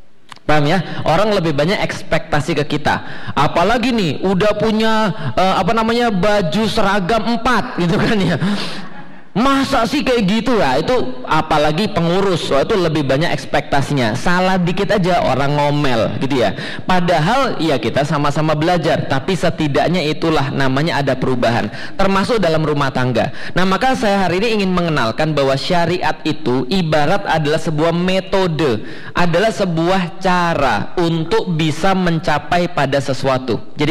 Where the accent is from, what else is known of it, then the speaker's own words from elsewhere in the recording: Palembang, South Sumatra, Indonesia; now in Jakarta, Indonesia; Contoh, saya tuh orang Palembang. Karena saya orang Palembang, dari kecil saya makan pempek sama cuka.